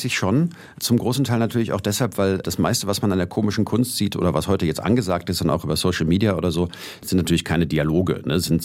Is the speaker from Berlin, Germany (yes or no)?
yes; Berlin, Germany; Also ich bin ja in der Lesebühnenszene in Berlin groß geworden